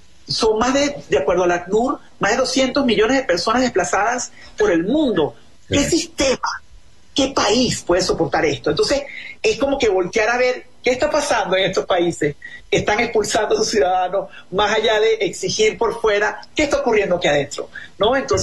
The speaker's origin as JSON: {"language": "Spanish", "country": "Venezuela", "moved": "as an adult", "lives_now": "United States", "said": "hablo mucho de la experiencia como venezolana, ¿no? Más allá de la migrante que está en los Estados Unidos, es como venezolana"}